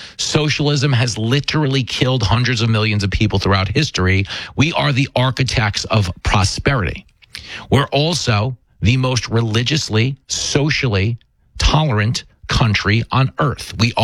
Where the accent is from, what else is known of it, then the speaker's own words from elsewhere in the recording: Levittown, New York, United States; When I was raised in Levittown, New York, Strong Island. Okay, I was growing up in the 80s.